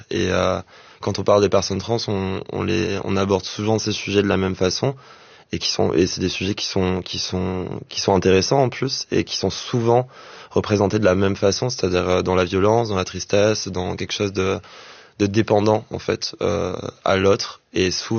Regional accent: Réunion; je l'ai lu sur la plage à La Réunion, parce que je viens de La Réunion

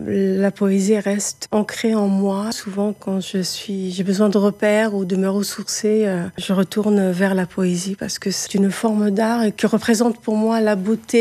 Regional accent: Algiers, Algiers Province, Algeria; J'ai grandi à Alger, je ne parle pas bien le Kabyle, mais j'adore cette culture

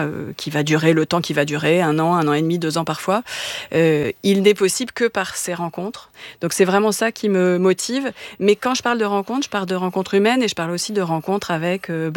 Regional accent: Paris, Île-de-France, France; je suis parisienne

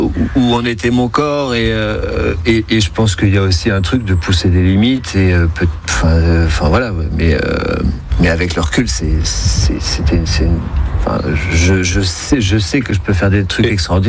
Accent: Barcelona, Catalonia, Spain; moved away; vu que j'ai grandi à Barcelone

